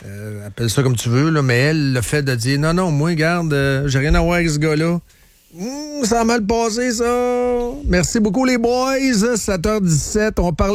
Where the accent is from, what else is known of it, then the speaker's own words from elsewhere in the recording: Trois-Rivières, Quebec, Canada; Moi, je le sais. Je viens de Trois-Rivières.